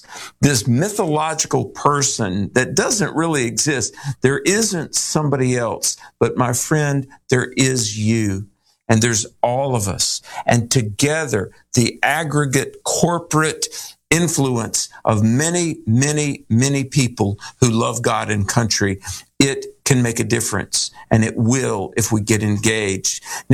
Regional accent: North Carolina, United States; my home state of North Carolina, right in the Piedmont, Archdale, High Point, the big furniture city

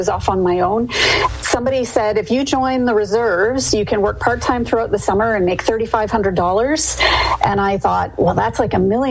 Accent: Canada; moved away as an adult; now in United States; when they find out I'm Canadian

